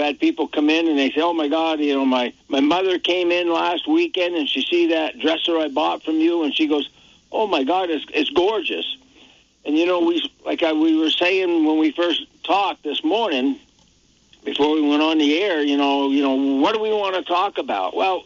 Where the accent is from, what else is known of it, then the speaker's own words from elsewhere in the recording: Barre, Vermont, United States; And I'm a Barry boy. I was born in Vermont